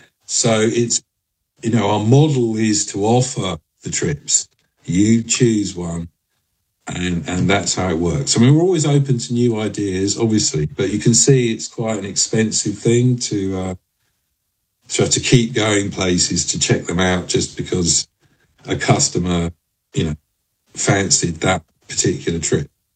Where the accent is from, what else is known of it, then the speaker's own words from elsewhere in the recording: London, United Kingdom; as a Londoner